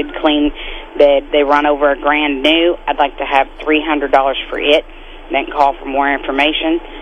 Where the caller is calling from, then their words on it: Marshall, Missouri, United States; Hi, I'm calling from Marshall.